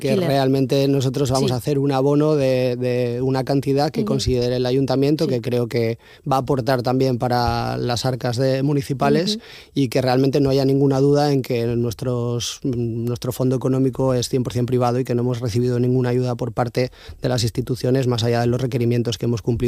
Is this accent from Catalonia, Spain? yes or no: no; Asturias, Spain; Hasta el 97% de nosotros somos asturianos, no solo el equipo docente, sino también todo el equipo administrativo que está alrededor.